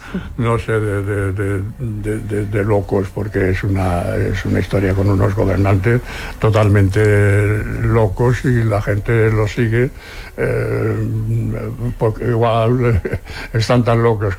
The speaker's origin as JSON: {"language": "Spanish", "town": "Seville", "region": "Andalusia", "country": "Spain", "moved": "yes", "lives_now": "Barcelona, Spain", "said": "nosotros cuando vinimos de Sevilla."}